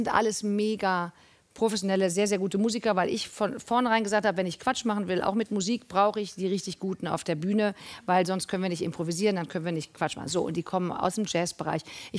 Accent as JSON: {"language": "German", "town": "Cologne", "region": "North Rhine-Westphalia", "country": "Germany", "said": "Ich komme zwar aus Köln, aber ich bin total open-minded."}